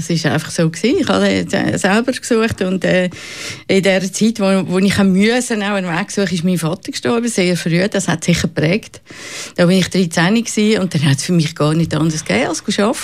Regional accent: Zurich, Switzerland; born there; Ja, ich bin eben 69, ich bin geboren im Zürcher Oberland.

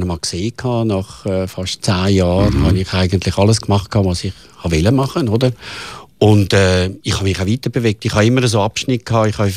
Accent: Switzerland; wir als Schweizer

